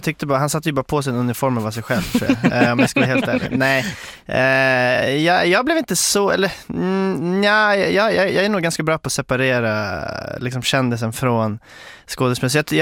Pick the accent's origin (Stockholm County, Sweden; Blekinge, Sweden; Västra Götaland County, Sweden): Stockholm County, Sweden; Rinkeby; Alltså, jag växte upp i Rinkeby, jag bodde där i 25 år, så för mig var det bara underbart att liksom Rinkeby var en karaktär i filmen.